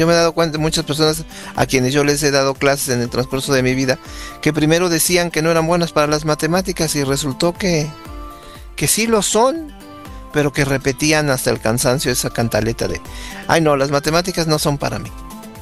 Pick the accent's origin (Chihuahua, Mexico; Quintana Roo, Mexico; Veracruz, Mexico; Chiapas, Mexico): Veracruz, Mexico; Córdoba; born there; Nací en Córdoba, en la ciudad de Córdoba, Veracruz, hace 55 años ya.